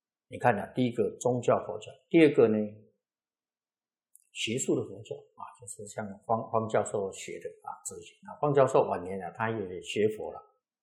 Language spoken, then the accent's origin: Chinese; Xizhi, New Taipei, Taiwan; 我七年前呢也挂一个名戏子拱北殿，就是我家乡这个仙公庙